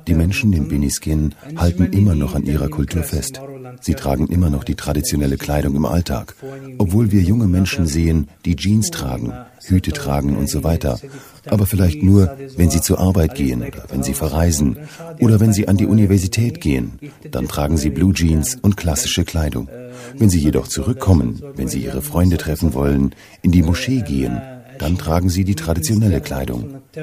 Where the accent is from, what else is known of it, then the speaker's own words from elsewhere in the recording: Ghardaia, Ghardaïa Province, Algeria; German is a second language; sah ich etwas, was mich in mein Land zurückversetzt hat, in mein Heimatland, in meine Stadt, in der ich lebe. Das ist in Algerien, in Gadaya.